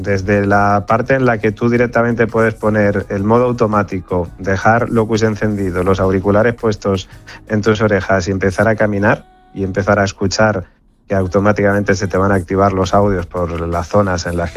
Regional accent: Alicante, Valencian Community, Spain; now in Madrid, Spain; yo por ejemplo soy de Alicante y anda que no he descubierto cosas en Alicante muchas veces, siendo yo de allí, y ahora vivo en Madrid

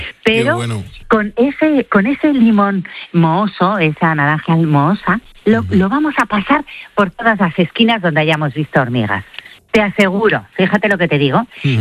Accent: Spain

